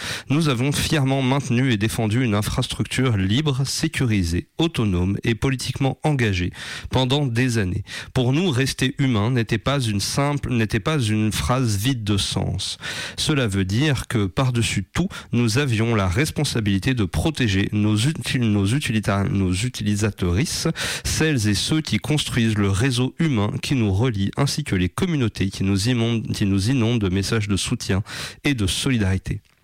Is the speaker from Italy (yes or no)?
yes; Italy; accent: Italian; French is a second language